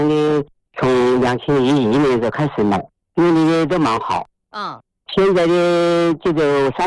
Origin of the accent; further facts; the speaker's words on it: Hanchuan, Hubei, China; also born or lived in Xiaogan; 我的老家是汉川，我在孝感工作了10几年，现在也79岁了。